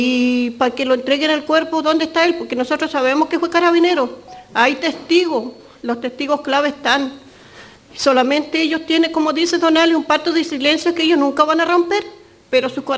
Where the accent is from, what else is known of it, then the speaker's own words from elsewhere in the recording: Los Muermos, Los Lagos, Chile; yo vengo de Los Muermos, una hora de Puerto a Los Muermos.